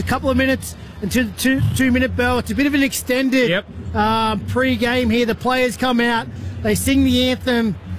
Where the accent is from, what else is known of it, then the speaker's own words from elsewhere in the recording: Australia; And then as an Australian